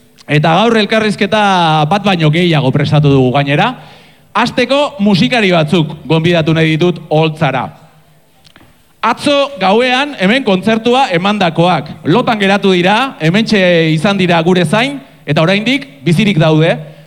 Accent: Basque Country, Spain; born there; ni laugarrena Euskal Herrian jaio nintzen

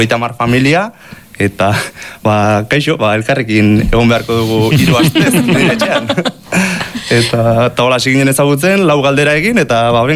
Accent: Idiazabal, Basque Country, Spain; etorri ziren autobus batean denak herri batera, kasuotan nire herrira etorri ziren, Idiazabalera

